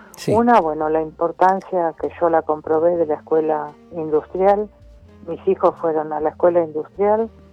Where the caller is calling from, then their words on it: Buenos Aires, Argentina; los que somos viejos de Lugano ya lo sabemos